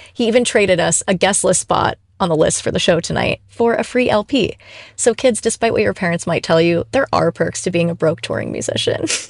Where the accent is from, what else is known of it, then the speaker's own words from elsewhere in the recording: Akron, Ohio, United States; I'm from Akron, Ohio.